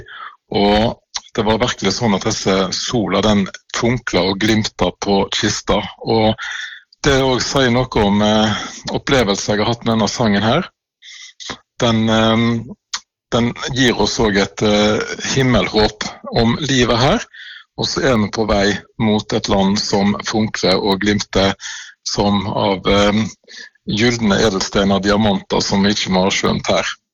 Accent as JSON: {"language": "Norwegian", "town": "Bømlo", "region": "Vestland", "country": "Norway", "said": "Jeg kommer fra Bømlo I Sunnhordland."}